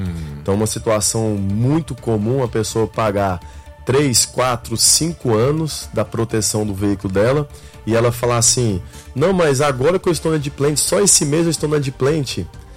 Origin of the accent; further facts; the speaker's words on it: Goiânia, Goiás, Brazil; now in Fortaleza, Brazil; lá em Goiânia, por exemplo, onde nós temos operação também, que é a minha terra.